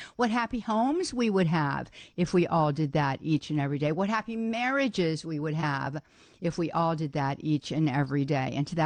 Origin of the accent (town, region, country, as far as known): Pittsburgh, Pennsylvania, United States; accent: Pittsburgh